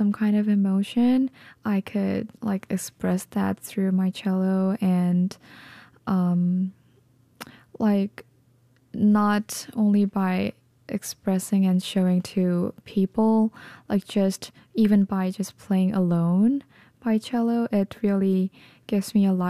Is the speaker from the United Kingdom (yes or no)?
no; South Korea; I grew up in Korea for like 20 years, and I have one younger brother, my mom, and my dad.